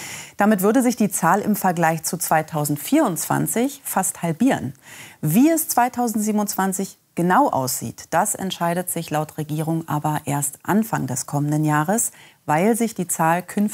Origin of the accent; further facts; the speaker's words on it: Brandenburg, Germany; Insgesamt hatte man jetzt als Brandenburger von außen betrachtet nach Berlin so das Gefühl, meine Güte, da ist ja richtig was los im Wahlkampf.